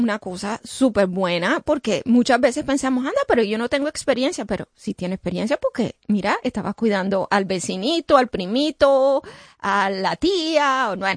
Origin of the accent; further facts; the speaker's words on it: Colombia; yo soy colombiana, mis hijos se ríen de mí.